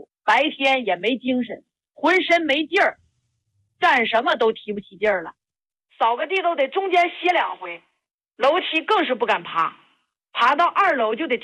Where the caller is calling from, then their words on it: Shandong, China; 我是山东这边的，今年58。